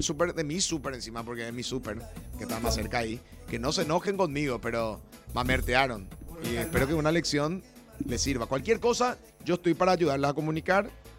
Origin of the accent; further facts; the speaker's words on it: Paraguay; como paraguayo, entendí la situación